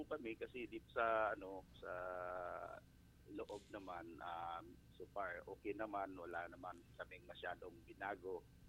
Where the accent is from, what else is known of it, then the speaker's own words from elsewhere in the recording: Hagonoy, Davao Region, Philippines; Hagunoy, Davao del Sur.